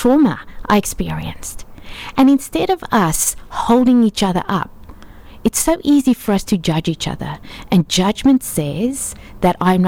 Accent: Port Elizabeth, Eastern Cape, South Africa; born there; I was born in Port Elizabeth, exactly.

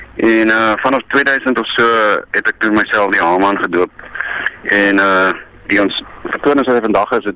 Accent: Johannesburg, Gauteng, South Africa; Ek is Mara Johannesburger in bloed. My pa was 'n dominee, my ma was musiekonderwyseres, in die 70er jare het ek maar opgegroei binnen die klassieke wêreld.

